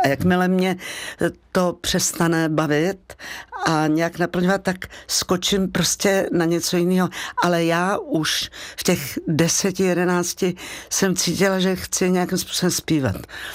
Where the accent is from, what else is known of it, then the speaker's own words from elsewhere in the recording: Rakovník, Central Bohemian Region, Czechia; born there; moved away; also born or lived in Brno / Prague / Poděbrady; Takže já jsem vyrůstala v Rakovníku, pak jsem byla chviličku přestupní stanice v Praze a pak jsem šla za tátou do Poděbrad